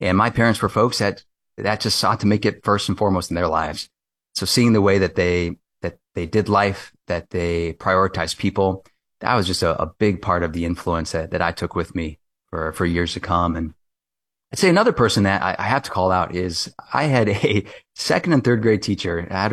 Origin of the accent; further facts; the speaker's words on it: Kailua, Hawaii, United States; moved away as an adult; also born or lived in West Coast; now in Washington, D.C., United States; Yeah, so I grew up on the windward side of Oahu in Kailua. So various places all over Kailua itself, but Olomana, Aikahi, but I spent the first roughly about 26 years of my life. Now, I was actually born on the West Coast